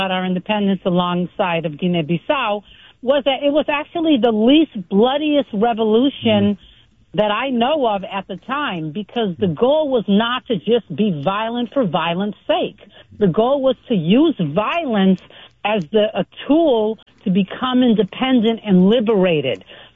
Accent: United States; born there; So I'm American-born, and my parents are from Cabo Verde, West Africa.

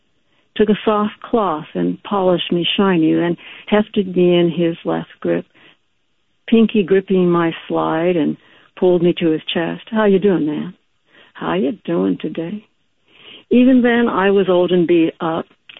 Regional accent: Los Angeles, California, United States; And so his work and his presence was always a part of my family life as I grew up in Los Angeles.

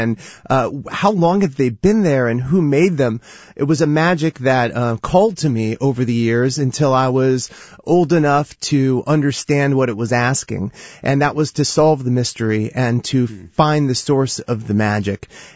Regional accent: Marin County, California, United States; my hometown of Marin County.

